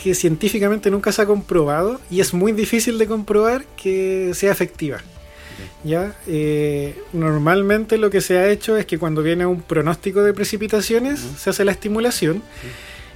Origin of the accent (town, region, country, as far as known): Santiago, Santiago Metropolitan Region, Chile